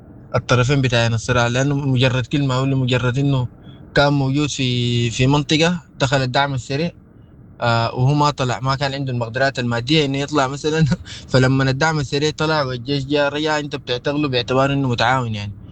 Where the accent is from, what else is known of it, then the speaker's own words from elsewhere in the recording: Sudan; يعني اي حوار نحن كسودانيين ممكن يحل لنا مشكلتنا